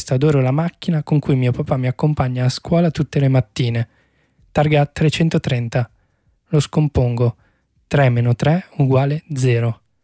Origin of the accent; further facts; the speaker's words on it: Milan, Lombardy, Italy; Sono nato e cresciuto a Milano